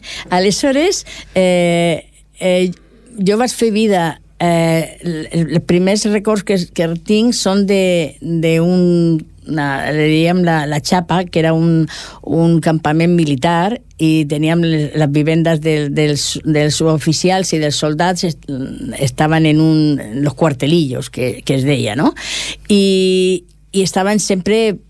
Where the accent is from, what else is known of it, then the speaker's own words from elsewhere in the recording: Cartagena, Region of Murcia, Spain; moved away as an adult; now in Esplugues de Llobregat, Spain; sóc de Cartagena